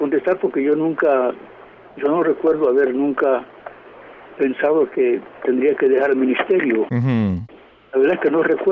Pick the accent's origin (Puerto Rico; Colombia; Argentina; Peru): Puerto Rico; born there; Pero yo rechazaba al Señor porque yo nací en Puerto Rico.